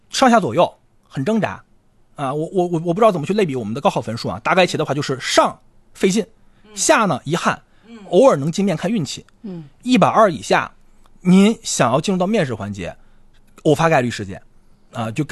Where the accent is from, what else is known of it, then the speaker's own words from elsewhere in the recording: Northeast China, China; 我也是东北人啊